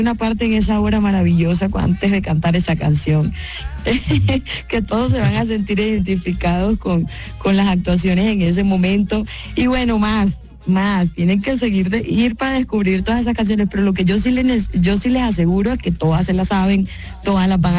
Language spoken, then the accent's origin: Spanish; Colombia; muchos colombianos